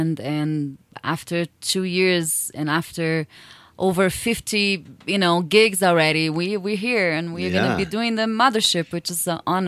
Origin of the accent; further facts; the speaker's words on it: Brazil; now in United States; I am originally from Brazil. I've been in the States for a while